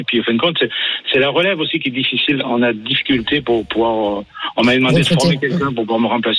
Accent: Quebec, Canada; moi je suis d'origine du Québec, et chez moi, la retraite est à 67 ans depuis longtemps.

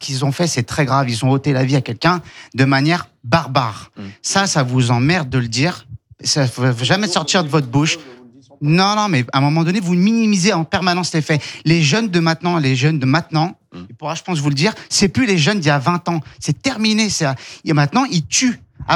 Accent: Saint-Ouen, Île-de-France, France; moved away; moi, j'ai grandi, je suis né dans 93, j'ai grandi à Saint-Ouen. Pour ceux qui connaissent Saint-Ouen, c'est le Far West, d'accord?

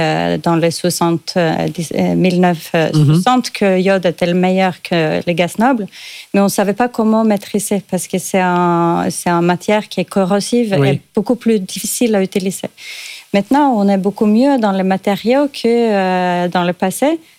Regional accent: Norway; now in France; je suis norvégienne et j'ai grandi près de Hanoï

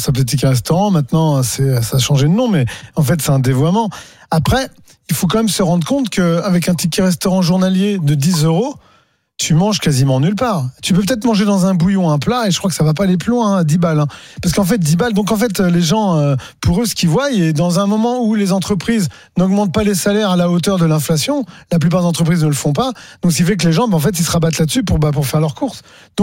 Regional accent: Paris, Île-de-France, France; Moi, je suis un pur parisien dans ma vie perso.

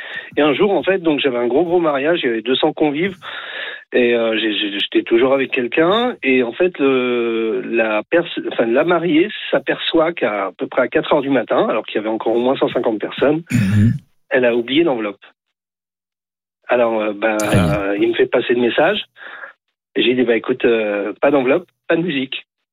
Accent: Aulnay-sous-Bois, Île-de-France, France; born there; now in Limoges, France; Je suis né à Aulnay-sous-Bois, en 93.

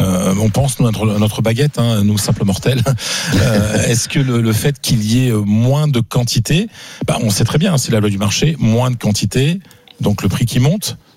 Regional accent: Hauts-de-France, France; moi je viens des plaines d'Artois, donc petit-fils d'agriculteur

